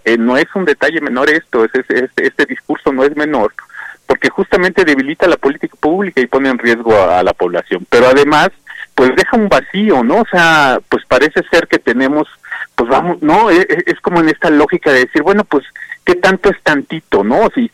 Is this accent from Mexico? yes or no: yes; Mexico; hoy nuestro país, nosotros como mexicanos, tenemos la oportunidad de demostrar que podemos ser grandes anfitriones